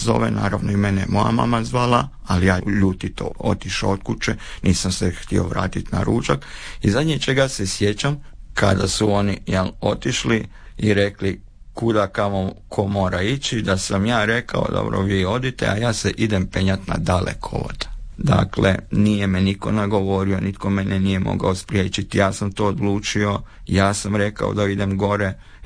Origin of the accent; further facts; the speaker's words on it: Osijek-Baranja County, Croatia; now in Zagreb, Croatia; dolazim iz Slavonije, iz jednog malog, lijepog, pitomog mjesta, iz Trizivojne, nadomak Đakova. Rođen sam 14.2.1988. godine, dakle na Svetoga Valentina.